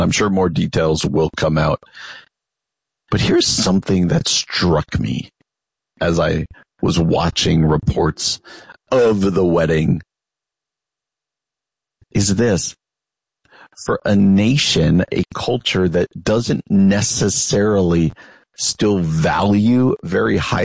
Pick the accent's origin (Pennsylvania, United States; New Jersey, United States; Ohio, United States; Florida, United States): New Jersey, United States; at MetLife Stadium in New Jersey, in my home state, my original home state, not where I am now, but where I grew up.